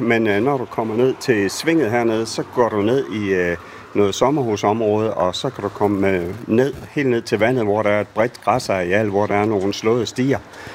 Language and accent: Danish; North Denmark Region, Denmark; Jeg kommer fra Nordjylland, så det er måske ikke den helt rigtige at spørge.